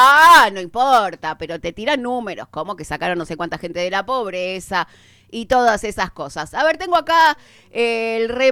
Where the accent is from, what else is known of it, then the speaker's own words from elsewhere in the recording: Argentina; una sociedad como la nuestra, como la argentina.